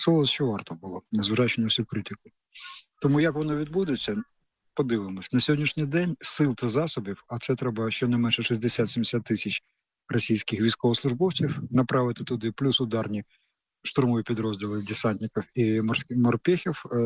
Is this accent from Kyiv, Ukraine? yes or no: yes; Kyiv, Ukraine; я теж корінний киянин.